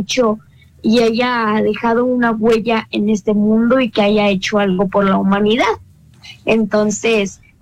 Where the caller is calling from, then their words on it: Querétaro, Mexico; ahorita estoy en Querétaro, está como a 3 horas de México.